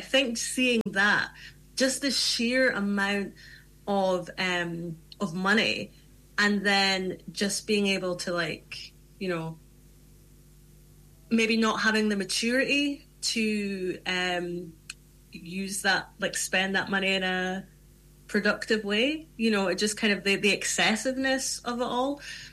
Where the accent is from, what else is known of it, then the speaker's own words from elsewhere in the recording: Aberdeen, Scotland, United Kingdom; to be someone from Aberdeen. I think when I was growing up in Aberdeen, again, it's that thing of like, it's just omnipresent, it's everywhere, it's just normal.